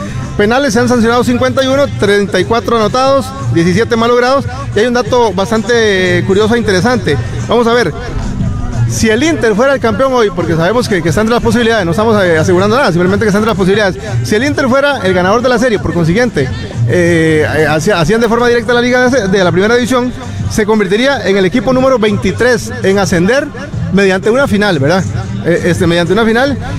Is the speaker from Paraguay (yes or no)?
no; Nandayure, Guanacaste, Costa Rica; No, ya estoy viviendo acá en la zona. Yo soy de Nandayure, entonces voy para el año de vivir por acá.